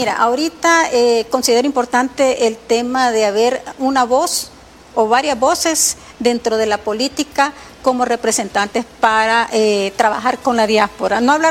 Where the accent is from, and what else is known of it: El Salvador